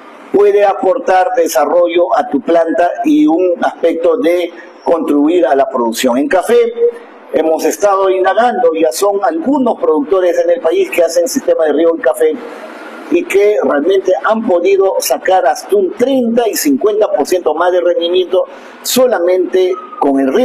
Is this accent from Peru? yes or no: yes; Peru; Somos peruanos